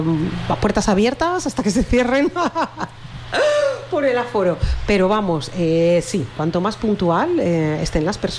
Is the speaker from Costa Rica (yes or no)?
no; Valencia, Valencian Community, Spain; now in Valencia, Spain; Yo soy de Benimaclet. Bueno, nací ahí, me tuve que ir. Sí, me tuve que ir a un barrio cercano por lo mismo. Por la gentrificación, sí.